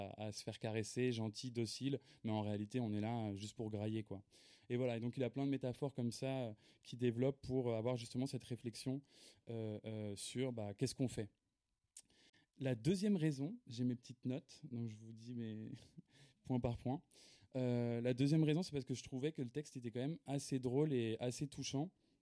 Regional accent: Paris, Île-de-France, France; also born or lived in Madrid; moi du coup je suis de Paris

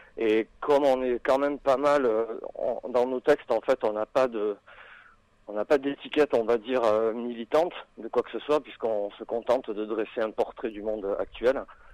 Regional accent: Bayonne, Nouvelle-Aquitaine, France; On vient de Bayonne, on va dire, pour simplifier les choses.

